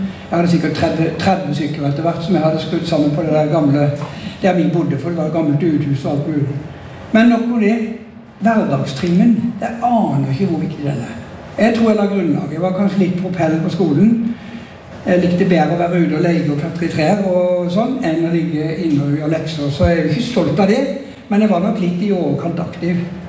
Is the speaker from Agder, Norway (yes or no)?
yes; Grimstad, Agder, Norway; Så de flyttet til Grimstad når han skulle begynne sin første jobb. Da var hun allerede gravid. Og jeg ble født når vi flyttet dit. Og der bodde vi på den skolen, en framhaldsskole, i de første 17 år av mitt liv.